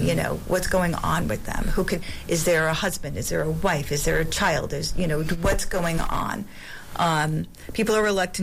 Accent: Syosset, New York, United States; My husband and I chose to only move a mile from where we grew up in Syosset

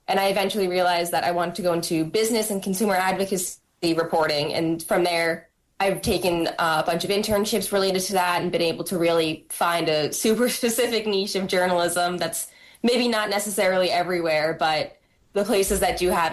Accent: Massachusetts, United States; I'm from Massachusetts. I always grew up a big Red Sox fan

